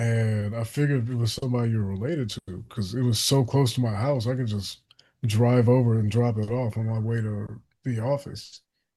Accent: Richmond, Virginia, United States; born or raised there

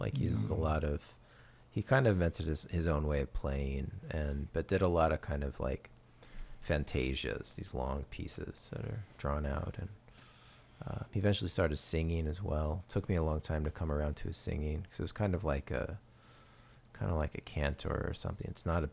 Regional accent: Pacific Northwest, United States; I was from the Northwest

